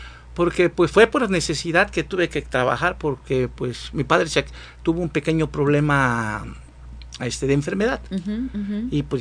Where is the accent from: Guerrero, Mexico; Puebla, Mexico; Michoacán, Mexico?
Guerrero, Mexico; Acapulco; also born or lived in Mexico City; Ah, yo soy auténtico acapulqueño. Auténtico, auténtico.